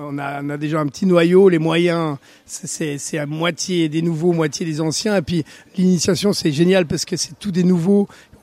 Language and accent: French; Switzerland; je suis suisse